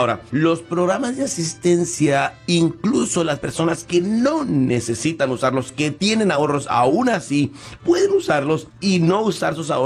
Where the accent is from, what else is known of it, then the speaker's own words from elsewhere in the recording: Mexico; están en México y mandan simplemente lo que se conoce como aquí se conoce como power attorney. Uh-huh. En mi país se conoce como carta poder.